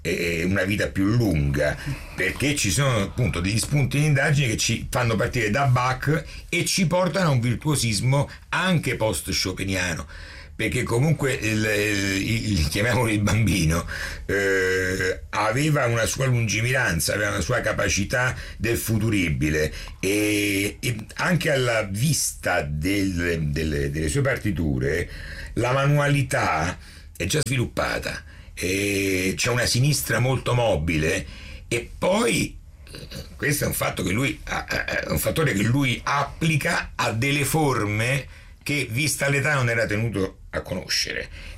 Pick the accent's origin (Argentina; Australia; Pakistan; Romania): Romania; una cultura strumentale che non è soltanto fatta per noi che veniamo dalla Romania, da Enescu e da compositori successivi